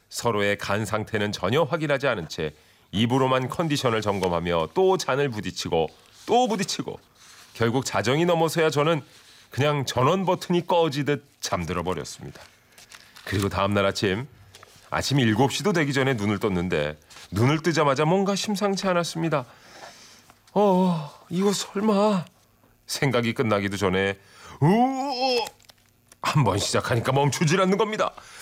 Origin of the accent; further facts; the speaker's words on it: Jeju, South Korea; 제가 제주도에서 올라왔는데요.